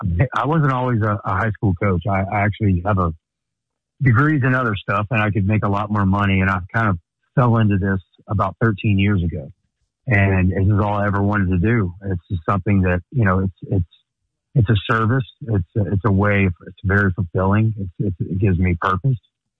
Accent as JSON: {"language": "English", "region": "Georgia", "country": "United States", "said": "I mean, I'm from Georgia, and I've coached in high school Georgia football for a long time."}